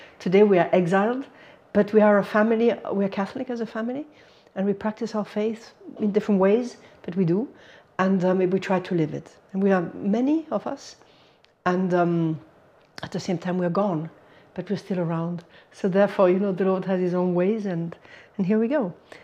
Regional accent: Munich, Bavaria, Germany; born there; English is a second language; And I am from Germany. I was born in Germany from a Hungarian father and a sort of Italian-German mother. So a mix of nations in our home. And I was born in Munich in many years ago, 1958.

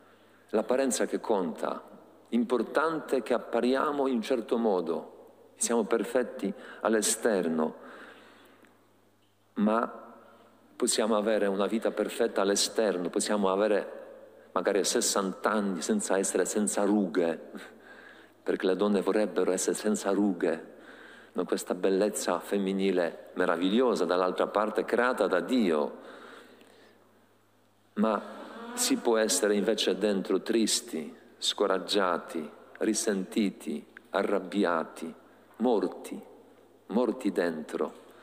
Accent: Poland; Italian is a second language; now in Italy; Io sono polacco.

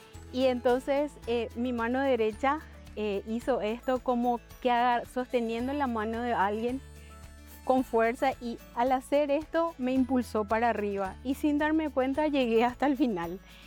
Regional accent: Paraguay; soy de Paraguay

